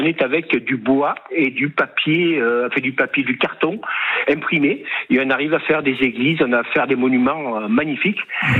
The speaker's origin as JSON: {"language": "French", "region": "Auvergne-Rhône-Alpes", "country": "France", "said": "moi, je ne suis pas du Gers, comme vous avez dit tout à l'heure, je suis de Rhône-Alpes."}